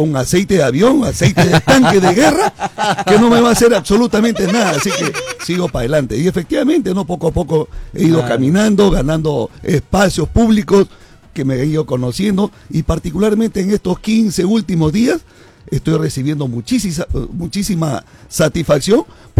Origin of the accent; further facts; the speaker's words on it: Iquitos, Loreto, Peru; born there; now in Piura, Peru; Y yo he nacido realmente en la ciudad de Iquitos el 7 de abril del año 1969.